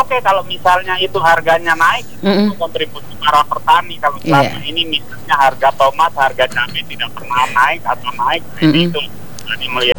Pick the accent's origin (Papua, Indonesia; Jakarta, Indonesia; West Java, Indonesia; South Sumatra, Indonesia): Papua, Indonesia; kita Papua Induk